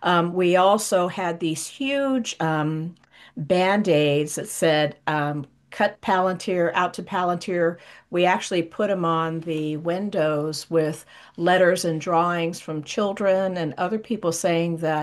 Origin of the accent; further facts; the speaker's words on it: Sacramento, California, United States; I'm from Sacramento